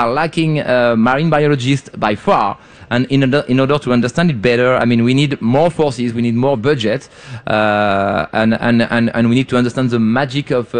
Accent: France; I come from France, and I was in CBIT. I come from France.

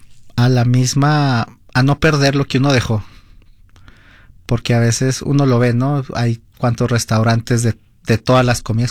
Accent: Mexico; entonces trata uno de decir, ah, yo soy mexicano y también puedo, yeah, escribir como ellos

